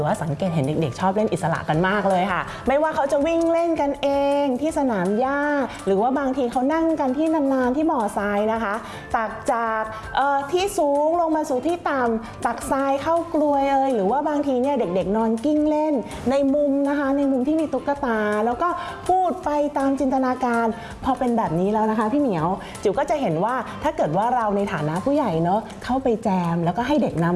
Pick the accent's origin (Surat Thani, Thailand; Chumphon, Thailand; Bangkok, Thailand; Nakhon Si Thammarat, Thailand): Bangkok, Thailand; นะคะเกิดและเติบโตในกรุงเทพเนาะบ้านก็เป็นบ้านตึกแถว